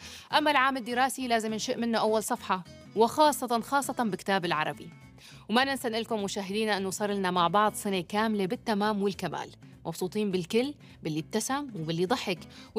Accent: Syria; لانه عم يعزز الصوره النمطيه عنا كسوريين.

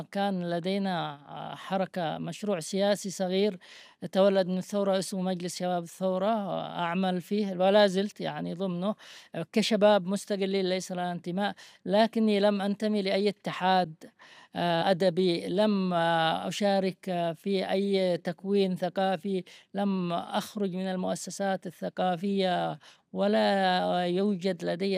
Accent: Yemen; أنا كيمني الانتماء

